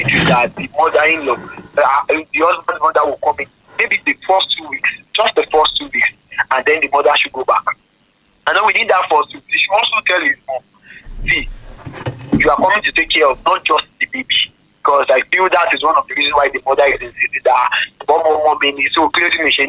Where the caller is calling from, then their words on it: Ibadan, Oyo, Nigeria; I'm calling from Makala Express.